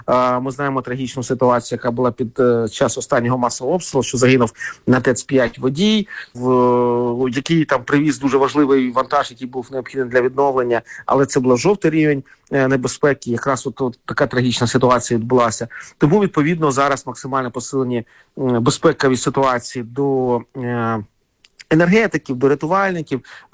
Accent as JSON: {"language": "Ukrainian", "town": "Kharkiv", "region": "Kharkiv Oblast", "country": "Ukraine", "tie": "born or raised there", "said": "Якщо будемо говорити про мій рідний Харків"}